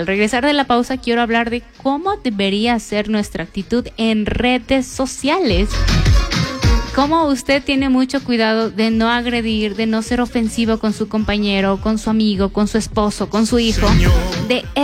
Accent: Ecuador; así somos los ecuatorianos

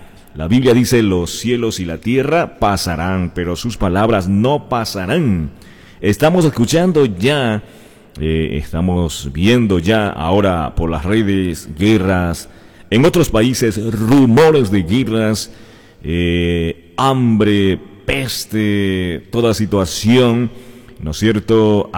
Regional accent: Ecuador; como ecuatoriano que soy, como cristiano que somos

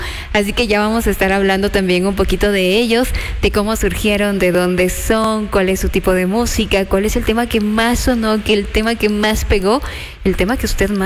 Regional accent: Ecuador; este símbolo de identidad que tenemos como ecuatorianos, nuestra música folclórica, nuestras raíces indígenas.

